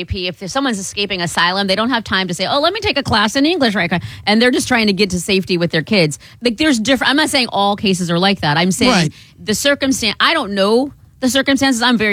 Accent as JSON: {"language": "English", "region": "Iowa", "country": "United States", "lives_now": "Buffalo, United States", "said": "When I moved to Buffalo from Iowa and they saw my brown skin, I don't know why or what, but everybody just assumed I was Puerto Rican."}